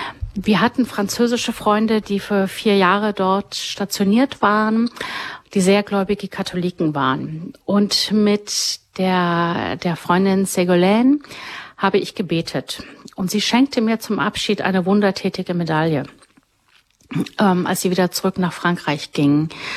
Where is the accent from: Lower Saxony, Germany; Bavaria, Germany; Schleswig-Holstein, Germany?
Bavaria, Germany; moved away as an adult; also born or lived in United States; now in Rhineland, Germany; berufsbedingt durch meinen Mann, kamen hier ins Rheinland. Das war mir als Bayer irgendwie alles ganz fremd.